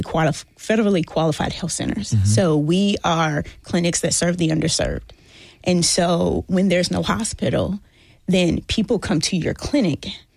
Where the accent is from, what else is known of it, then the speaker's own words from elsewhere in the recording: Columbia, Tennessee, United States; I'm from Murray County. Y'all mentioned it.